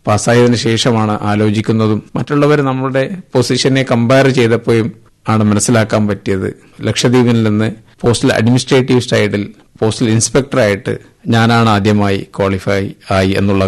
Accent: Agatti, Lakshadweep, India; now in Kavaratti, India; ഞാൻ അഗത്തി ദ്വീപ് സ്വദേശിയാണ്. ഇപ്പോൾ ലക്ഷദ്വീപിലെ പോസ്റ്റൽ ഇൻസ്പെക്ടറായി കവരത്തിയിൽ ജോലി ചെയ്തു വരുന്നു.

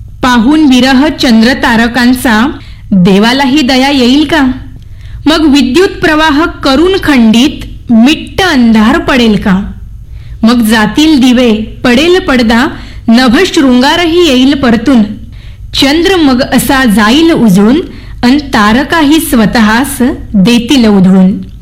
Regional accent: Devgad, Maharashtra, India; now in Mumbai, India; नाही, मी मूळची देवगडची आहे, तर गावी कसं निरभ्र आकाश आपल्याला पाहायला मिळतं

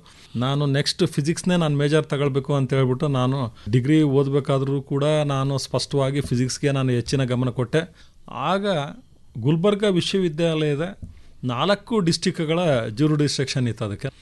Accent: Karnataka, India; Basically ನಾನು ಚಿತ್ರದುರ್ಗ ಜಿಲ್ಲೆಯಿಂದ ಬಂದವನು. ನನ್ನ ಪ್ರೈಮರಿ ಎಜುಕೇಷನ್ ಎಲ್ಲ ಪೂರ್ತಿ ಚಿತ್ರದುರ್ಗದಲ್ಲೇ ಮಾಡಿದೆ.

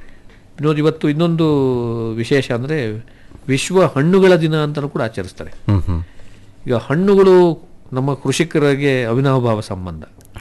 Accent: Kodagu district, Karnataka, India; ನಾವು ಕೊಡಗು ಜಿಲ್ಲೆಯವರು.

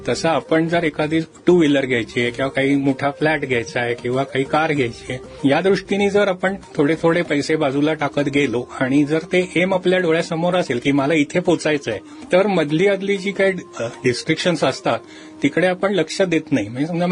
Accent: Maharashtra, India; Basically मी मराठी आहे, मराठी माणसंही पैसेवाली व्हावी हा त्याच्यामागे एक सुप्त हेतू आहे.

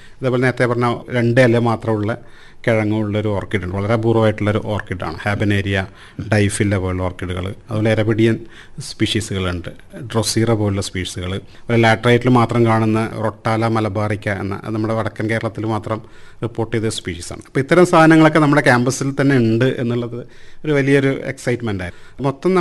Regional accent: Pariyaram, Kerala, India; ഇപ്പം ഞാൻ പരിയാരം സ്വദേശിയാണ്.

